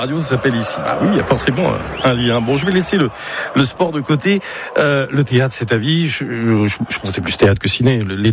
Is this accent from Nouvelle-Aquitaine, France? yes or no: no; Vichy, Auvergne-Rhône-Alpes, France; Ça, parce qu'effectivement, je suis de Vichy, pour ceux qui.